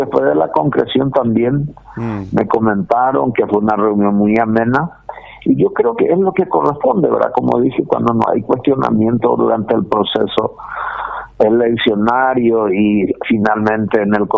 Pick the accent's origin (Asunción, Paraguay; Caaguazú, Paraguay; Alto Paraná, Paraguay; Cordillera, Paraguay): Cordillera, Paraguay; yo soy de Cordillera.